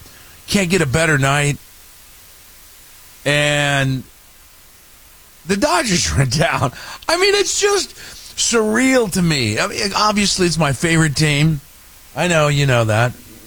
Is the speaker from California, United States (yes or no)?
yes; Sacramento, California, United States; I mean, because they're Sacramento. I'm from Sacramento. Many of you listening are from Sacramento. I talk about Sacramento all the time. You know, it's my history.